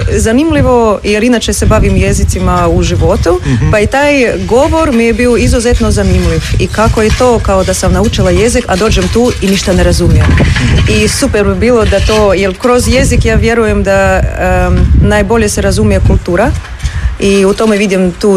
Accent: Russia; Croatian is a second language; now in Croatia; ja sam iz Rusije, ali poprilično dobro sam savladala.

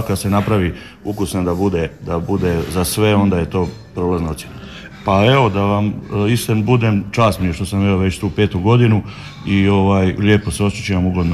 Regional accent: Slavonia, Croatia

